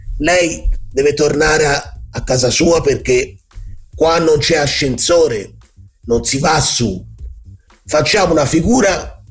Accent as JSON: {"language": "Italian", "town": "Florence", "region": "Tuscany", "country": "Italy", "said": "come fiorentino"}